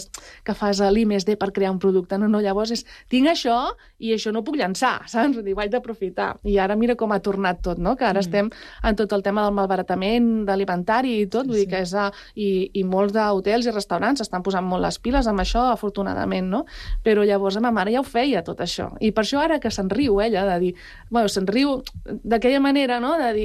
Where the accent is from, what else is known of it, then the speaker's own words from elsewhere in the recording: Palau-sator, Catalonia, Spain; sóc de Palau-sator, i ara ho dic ben alt, no? I sóc de pagès.